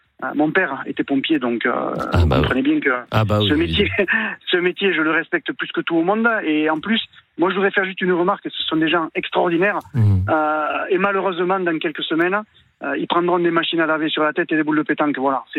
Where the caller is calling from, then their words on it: Bayonne, Nouvelle-Aquitaine, France; je suis à Bayonne, au Pays Basque, on est à 200 km de Bordeaux